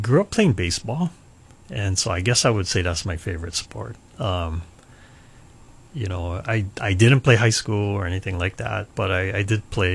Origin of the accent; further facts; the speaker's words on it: Hilo, Hawaii, United States; growing up in Hilo, I didn't know too many Christian people